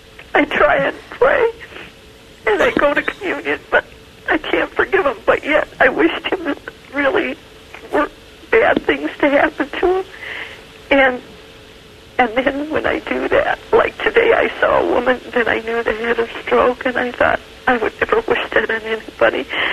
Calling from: Ohio, United States; Ohio, Mother.

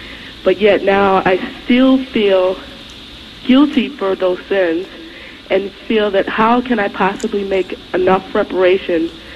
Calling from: Illinois, United States; Illinois.

